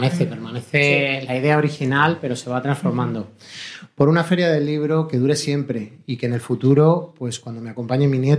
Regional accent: Madrid, Community of Madrid, Spain; Yo soy de Madrid desde que nací, hace 25 años.

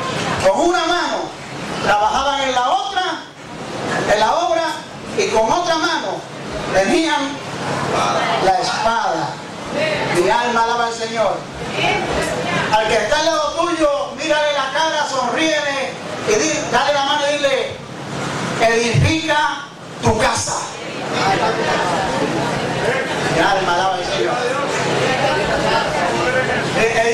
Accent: Puerto Rico; now in United States; nunca he ido a Puerto Rico. Somos puertorriqueños.

